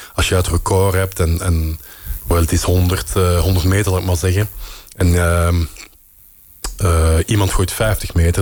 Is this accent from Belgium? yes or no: yes; Flanders, Belgium